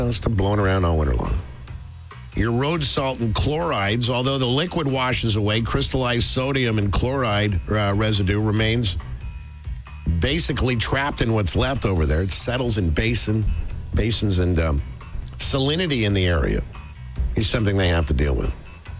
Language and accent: English; Montreal, Quebec, Canada; my years of living in the city and growing up in Montreal, I always had that question in my head.